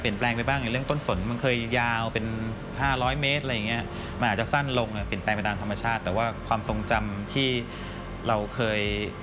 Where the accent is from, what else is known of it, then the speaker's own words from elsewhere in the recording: Songkhla, Thailand; born there; ผมเกิดแล้วก็โตในบ้านที่ใกล้ทะเลมากครับ